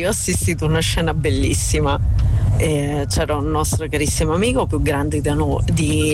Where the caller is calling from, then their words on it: Grosseto, Tuscany, Italy; da Grosseto.